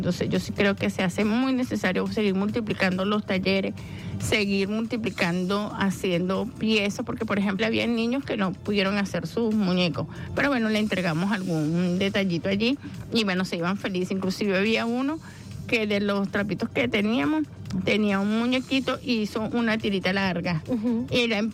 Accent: Venezuela

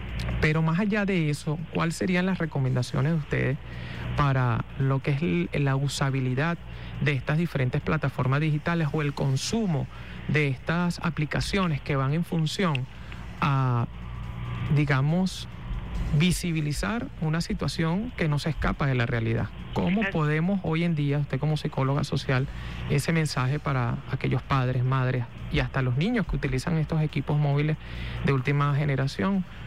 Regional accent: Venezuela

